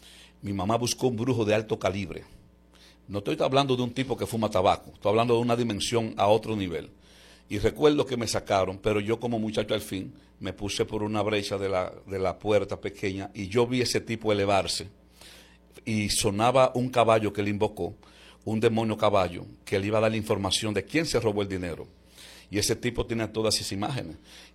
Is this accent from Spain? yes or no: no; La Vega, Dominican Republic; born there; Yo soy de La Vega, un pueblo muy hermoso y una ciudad pequeñita, pero con un poder sobrenatural grande.